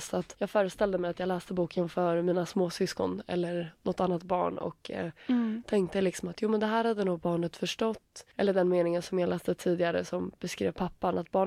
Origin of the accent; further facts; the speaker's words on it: Finland; accent: Finland Swedish; Ursäkta min finlandssvenska.